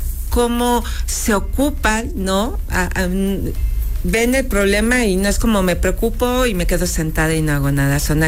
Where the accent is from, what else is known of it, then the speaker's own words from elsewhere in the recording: Puebla, Mexico; yo digo tenemos porque soy poblana